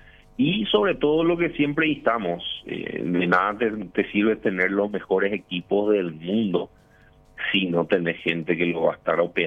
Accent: Luque, Central, Paraguay; yo, por ejemplo, soy de Luque

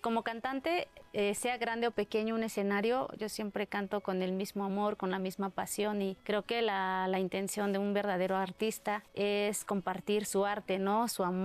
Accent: Oaxaca, Mexico; Bueno, allá es muy bonito en todos los aspectos.

